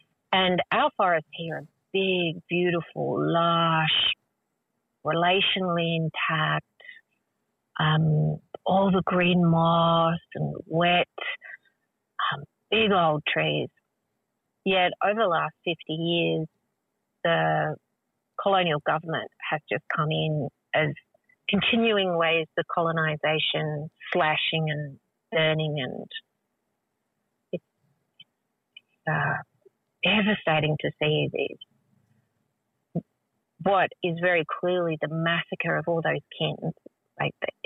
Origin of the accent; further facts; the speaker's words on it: Tasmania, Australia; born there; I was born here in Lutwyta, Tasmania, to the Palawa community. My mother's people are Yorta Yorta. I'm a Yorta Yorta woman and old grandfather is a Jajarong.